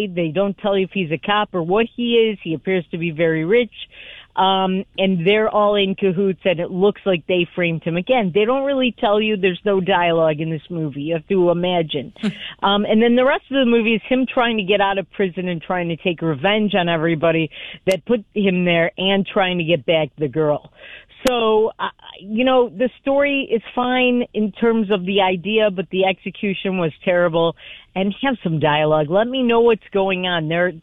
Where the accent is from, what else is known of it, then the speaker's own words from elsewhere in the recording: Detroit, Michigan, United States; It takes place in Detroit, my hometown, where I live in the Detroit area